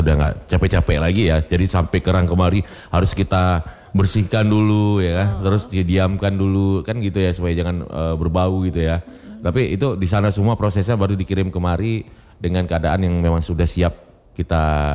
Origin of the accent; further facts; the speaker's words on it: Aceh, Indonesia; kita Aceh